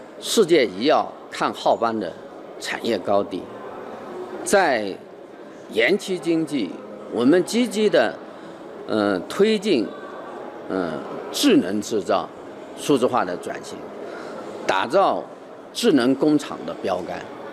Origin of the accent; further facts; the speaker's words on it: Yunnan, China; moved away as an adult; 作为土生土长的云南人